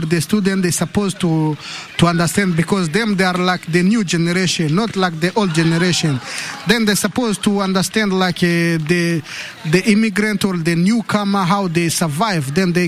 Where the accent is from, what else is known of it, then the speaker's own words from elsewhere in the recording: Burundi; English is a second language; I'm come from Burundi.